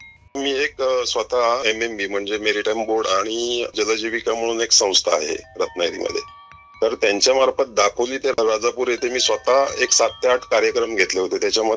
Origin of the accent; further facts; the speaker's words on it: Nevre, Maharashtra, India; माझं गाव आहे नेवरे काजीरवाटी.